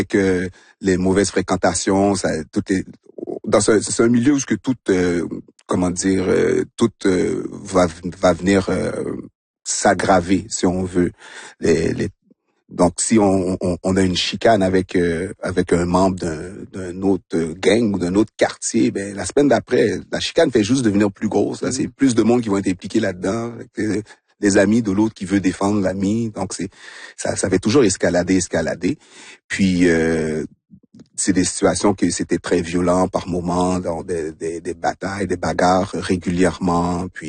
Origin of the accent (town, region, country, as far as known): Montreal, Quebec, Canada; born or raised there